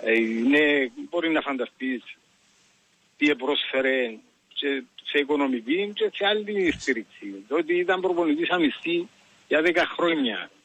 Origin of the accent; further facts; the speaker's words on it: Salamiou, Paphos District, Cyprus; κατάγομαι από τη Σαλαμιού, εγώ είμαι από τη Σαλαμιού.